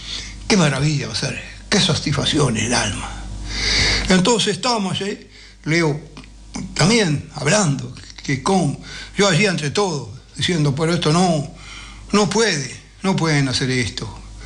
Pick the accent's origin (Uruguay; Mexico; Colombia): Uruguay; Sarandí del Yí, Durazno; mi pueblo, Sarandí de allí, como dije, lo más grande, lo más hermoso, mi pueblo, mi villa, mi ciudad, Sarandí de allí.